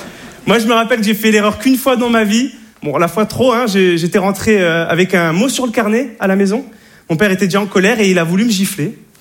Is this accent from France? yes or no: no; Monte Carlo, Monaco; Et je suis de Monaco, Monte Carlo.